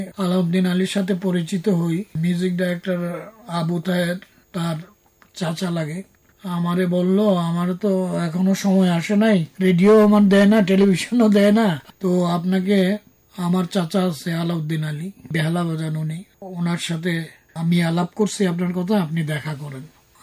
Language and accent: Bangla; Sunamganj, Sylhet Division, Bangladesh; moved away as an adult; now in Dhaka, Bangladesh; আমার জন্মস্থান আসলে সুনামগঞ্জে।